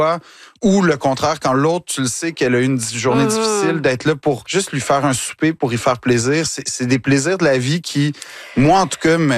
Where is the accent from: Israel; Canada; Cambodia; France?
Canada; Quebec; Quand je dis que je suis Québécois jusqu'au bout des doigts, mais je le sens à tous les jours.